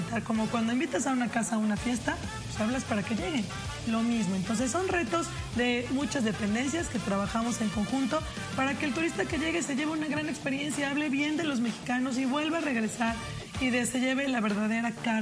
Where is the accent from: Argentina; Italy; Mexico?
Mexico; Tlaxcala; Tlaxcala, mi tierra, los 14 de agosto es la noche que nadie duerme